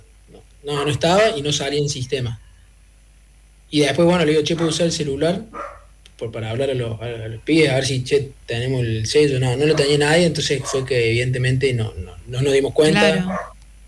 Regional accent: Córdoba, Argentina; Era como, pero ¿de dónde vienen? De Argentina, de Córdoba.

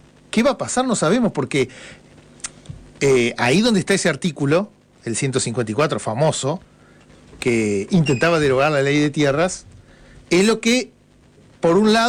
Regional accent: Bolivia; Pero soy boliviano, o sea que me alcanza

